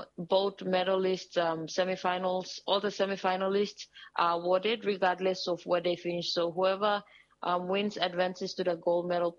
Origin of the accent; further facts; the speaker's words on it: Papua New Guinea; I'm from the Pacific, Papua New Guinea. We have the same, we have similar features, but I prefer to be a Pacific Islander.